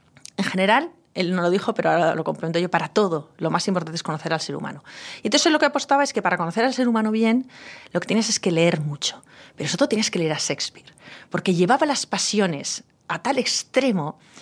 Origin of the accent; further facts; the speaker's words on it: Pamplona, Navarre, Spain; yo tenía 18 años, y a 18 años, y un sitio como Navarra, bueno, pues te condiciona mucho, te conoce todo el mundo, un sitio como Pamplona, una ciudad pequeña, te conoce todo el mundo